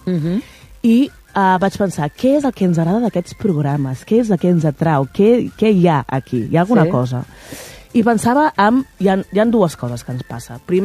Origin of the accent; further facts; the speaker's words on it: Hostalets de Balenyà, Catalonia, Spain; Perquè a Gran Prix era competició entre dues poblacions d'Espanya. El meu poble, Hostalets de Balenyà, va participar-hi. Va participar-hi l'any 2001, jo tenia 10 anys.